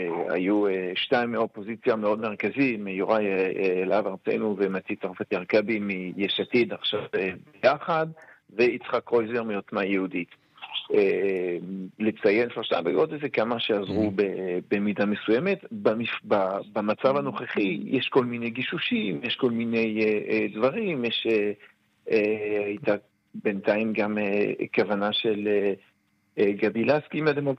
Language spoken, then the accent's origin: Hebrew; Jerusalem, Jerusalem District, Israel; אני כירושלמי יכול ככה חווה את זה מדי שנה